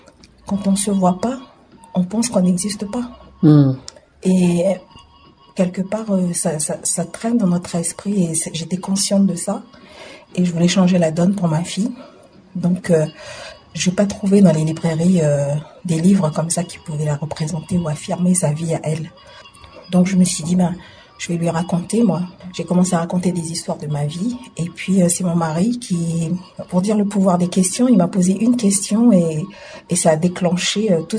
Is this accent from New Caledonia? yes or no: yes; New Caledonia; born there; On était dans la jungle, ce qu'on appelle la jungle là où j'habite à Waimea.